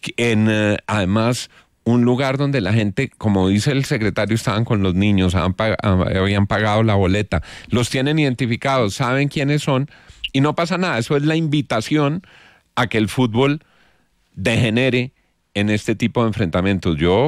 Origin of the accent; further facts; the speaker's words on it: Colombia; Siente uno como colombiano una gran desazón